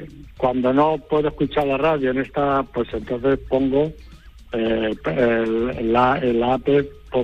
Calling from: El Cubillo, Castilla-La Mancha, Spain; llamo desde un pueblo pequeñito de Cuenca.

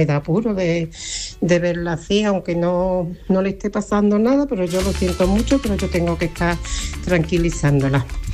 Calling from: Dos Hermanas, Andalusia, Spain; aquí en Andalucía, que … de Dos Hermanas

